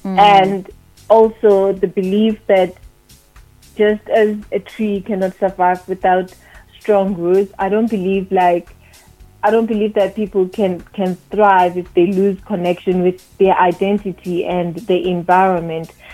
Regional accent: Limpopo, South Africa; I am a proud vendor woman from Limpopo

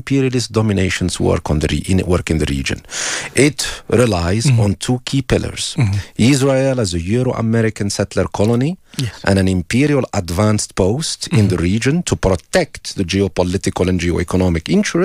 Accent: Algeria; my home country, Algeria

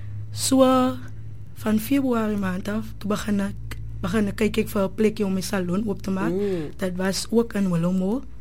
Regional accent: Oudtshoorn, Western Cape, South Africa; van Oudtshoorn. Ek het groot geraak in Oudtshoorn. Ek is 22-jarige ouwe jong dame

